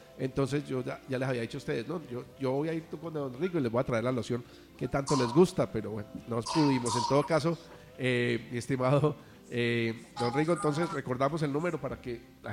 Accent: Pereira, Risaralda, Colombia; also born or lived in Salamina, Caldas, Colombia; nací en Salamina, por esas cosas del destino, más pereirana que las arepas de choclo en Galicia

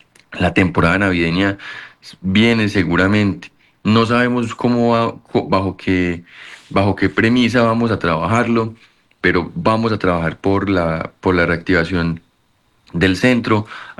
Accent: Pereira, Risaralda, Colombia; nosotros como pereiranos y como colombianos también

